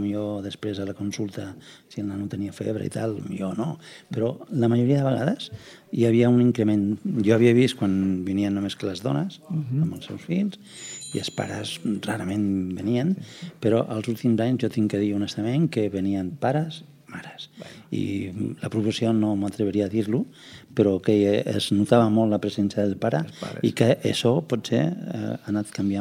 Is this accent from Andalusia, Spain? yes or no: yes; Granada, Andalusia, Spain; moved away; jo soc un emigrant, jo soc d'Andalús, jo soc de Granada, i això, clar, jo l'he viscut, la migració l'he viscuda